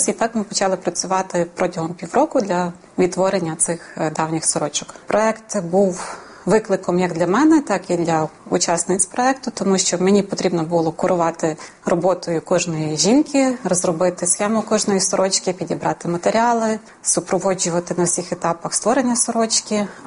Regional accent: Galicia, Ukraine; Я росла на Галичині, звідки родом, і для нас було звичним рости серед вишитих подушок, рушників, вишивала бабуся, мама, і бабуся навчила мене вишивати ще перед школою.

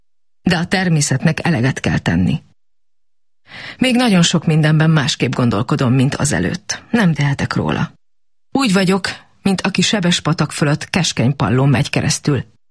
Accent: Dej, Cluj County, Romania; Egy másik eset a szülővárosomban, Désen játszódott le.

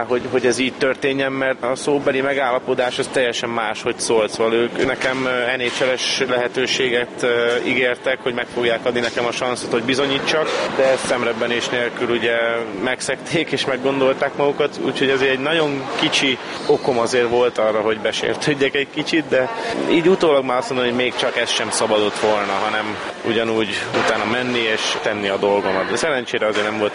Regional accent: Budapest, Hungary; born or raised there

